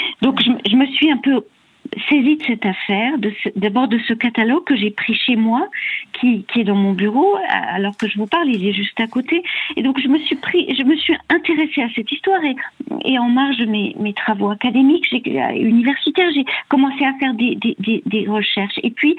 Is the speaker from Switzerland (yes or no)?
yes; Geneva, Switzerland; born there